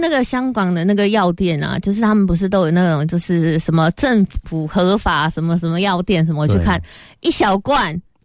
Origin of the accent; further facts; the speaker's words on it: Taiwan; 不是只有我们台湾人在吃